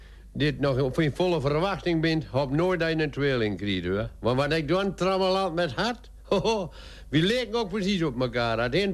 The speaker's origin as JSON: {"language": "Dutch", "town": "Borculo", "region": "Gelderland", "country": "Netherlands", "tie": "born there", "said": "Waar ik geboren ben, dat moet jullie wat weten. In Borkelo"}